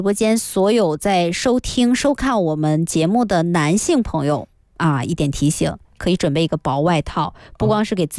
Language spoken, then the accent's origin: Chinese; Guangzhou, Guangdong, China